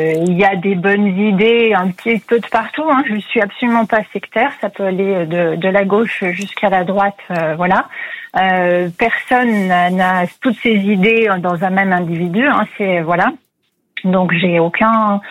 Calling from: Bourgogne-Franche-Comté, France; De près de Mâcon.

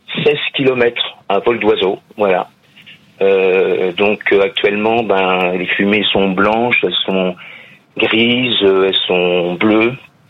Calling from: Saint-Mammès, Île-de-France, France; moi je vis à Saint-Moreau, ça se situe à 7 km du centre de Fontainebleau, à l'est de Fontainebleau.

